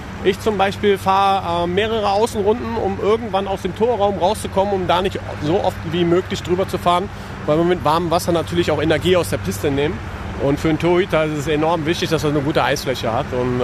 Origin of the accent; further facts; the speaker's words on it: Cologne, North Rhine-Westphalia, Germany; Also ich bin gebürtiger Kölner, war selber auch als Jugendlicher und als Kind in der Arena